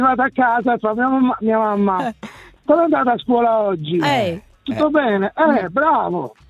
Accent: Aversa, Campania, Italy; Io sono originario di Aversa.

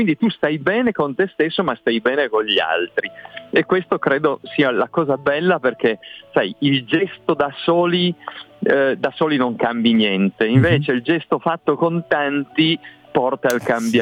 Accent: Piedmont, Italy; per me che sono piemontese

